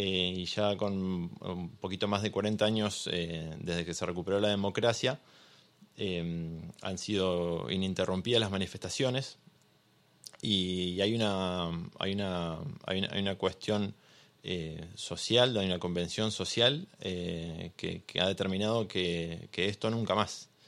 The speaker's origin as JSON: {"language": "Spanish", "region": "Buenos Aires", "country": "Argentina", "said": "me puso muy contento ver la cantidad de gente que inundó en mi país, en Buenos Aires y en todas las plazas del país"}